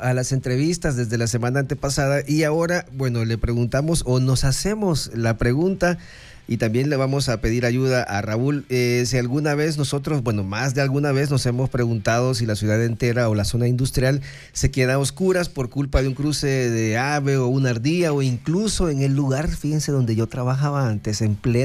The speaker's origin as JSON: {"language": "Spanish", "country": "El Salvador", "said": "como buen salvadoreño y como buen ser humano, le voy a hablar en modo salvadoreño"}